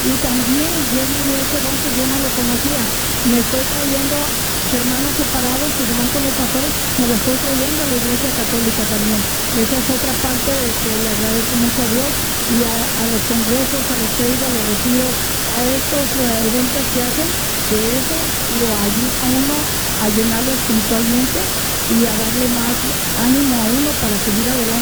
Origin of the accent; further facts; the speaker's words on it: Puerto Rico; Yo soy de Puerto Rico.